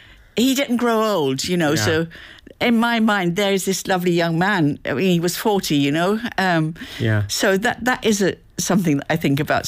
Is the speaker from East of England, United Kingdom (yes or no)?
no; London, United Kingdom; accent: Cockney; now in Ireland; I'm trying to go away from that. I mean, my accent has improved, I think, since I've been in this wonderful country with the soft Irish lilt and everything.